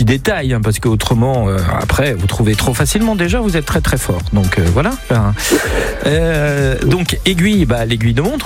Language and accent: French; Normandy, France; je suis normand